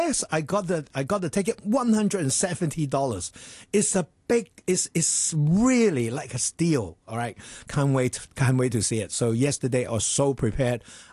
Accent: China; I'm Chinese

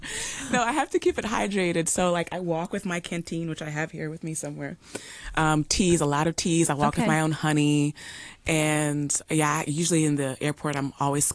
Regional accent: Jamaica; Like I said, I'm Jamaican, so I love cooking Jamaican food.

